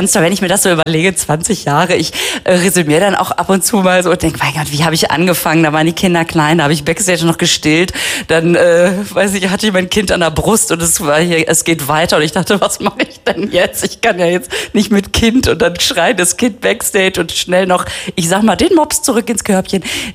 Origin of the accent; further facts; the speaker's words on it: Münster, North Rhine-Westphalia, Germany; Davor die Woche in Münster schon ganz groß gefeiert, weil das ja meine Heimatstadt ist.